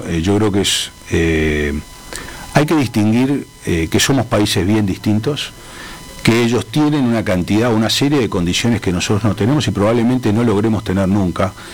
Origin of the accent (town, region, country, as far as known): Uruguay